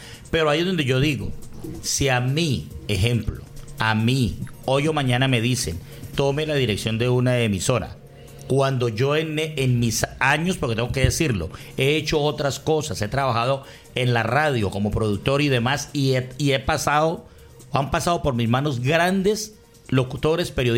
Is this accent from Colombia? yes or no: yes; Colombia; mi punto de vista como colombiano